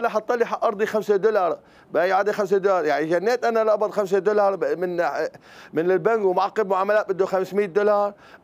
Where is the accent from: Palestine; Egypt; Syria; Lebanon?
Syria; العلم السوري رفع رأسنا ونحن وين نطلع؟ يعني أنا بعرف هلأ إذا بدي أطلع من أرضي هلأ أنا كل سورية أرضي